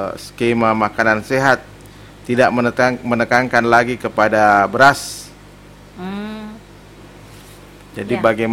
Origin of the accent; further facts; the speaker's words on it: Sulawesi, Indonesia; kita ini orang Sulawesi tidak makan kalau bukan nasi